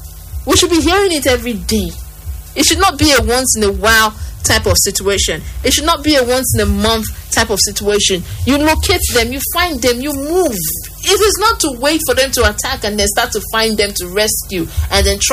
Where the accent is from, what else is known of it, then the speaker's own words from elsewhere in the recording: Nigeria; as a Nigerian